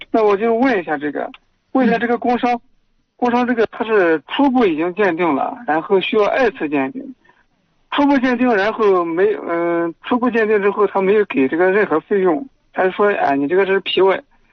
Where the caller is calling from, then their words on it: Jishan, Shanxi, China; 我是山西，稷山的。